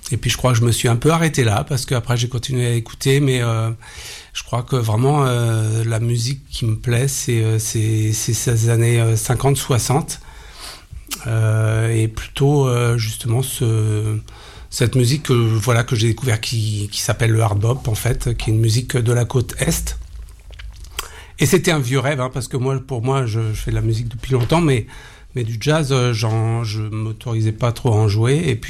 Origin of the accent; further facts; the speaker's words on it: Brittany, France; also born or lived in Rennes; now in Ardèche, France; moi, je viens de Bretagne